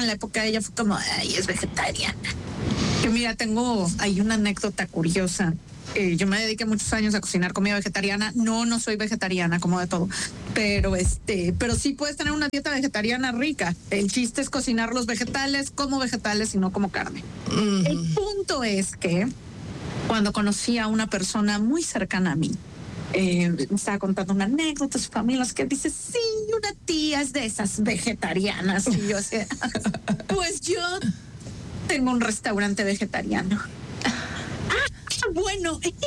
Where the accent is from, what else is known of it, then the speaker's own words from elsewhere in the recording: Mexico; now in Spain; Y yo, es que soy mexicana.